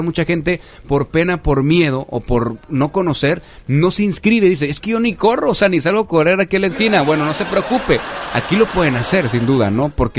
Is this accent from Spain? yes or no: no; Mexico